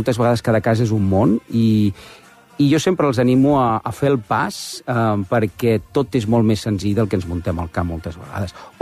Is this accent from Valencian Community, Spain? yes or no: no; Barcelona, Catalonia, Spain; jo sempre dic que sóc del Poblenou abans de que fos guai